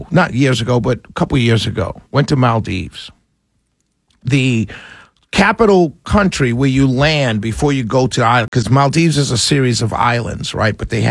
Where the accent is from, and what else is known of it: New York City, New York, United States; born or raised there